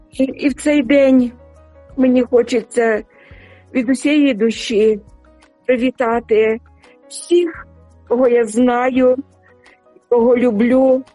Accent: Sumy, Sumy Oblast, Ukraine; moved away; я хочу передати вітання на Україну, у моє рідне місто Суми.

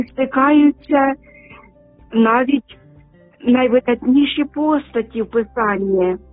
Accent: Sumy Oblast, Ukraine; Я хочу перш за все передати моє вітання на мою Україну, на мою рідну Сумщину, в Київ, мою рідну столицю України.

